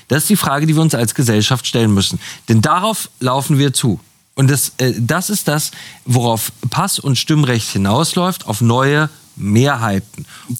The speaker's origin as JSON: {"language": "German", "country": "Germany", "said": "Wären wir als Deutsche bereit, demokratisch entschieden in den Islamismus zu gehen?"}